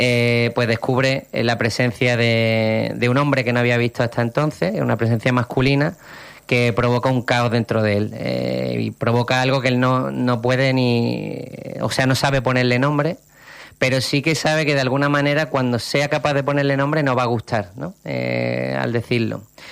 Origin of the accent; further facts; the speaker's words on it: Málaga, Andalusia, Spain; soy de Málaga, me gusta Madrid en Semana Santa y me voy a Algarve en verano